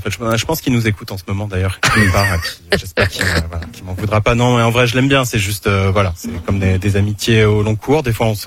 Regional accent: France; Moi, je suis français, j'ai aucune origine roumaine d'ailleurs ou quoi que ce soit. Je suis d'ailleurs jamais allé en Roumanie.

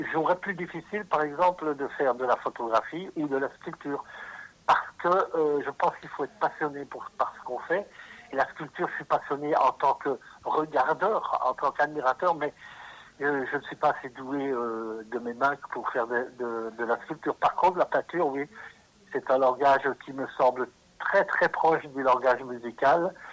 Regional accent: Verviers, Wallonia, Belgium; born there; moved away as an adult; Je suis né à Verviers. D'ailleurs, je suis actuellement à l'hôtel de Verviers, en face de la maternité où je suis né.

